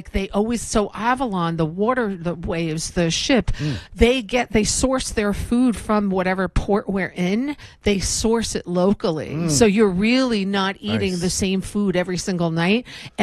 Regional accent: Germany; It comes from Düsseldorf, Germany, because I grew up in Germany.

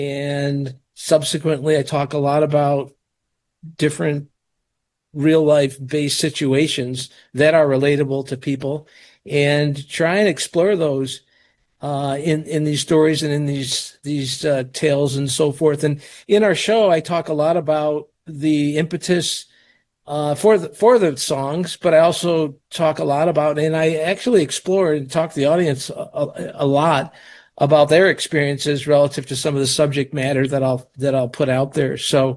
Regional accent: Detroit, Michigan, United States; moved away; I was born and raised in Detroit, and I've been all over the country, for several years. But I settled back in the Detroit area

